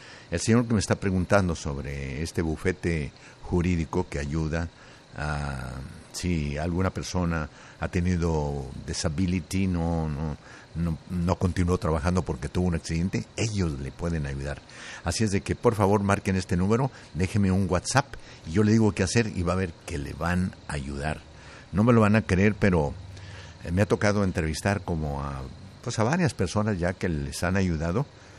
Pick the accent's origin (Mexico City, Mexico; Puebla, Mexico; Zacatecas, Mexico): Zacatecas, Mexico; Tlaltenango; now in Los Angeles, United States; Anduve por allá en mi pueblo, ¿eh? Fui a Tlaltenango, Zacatecas.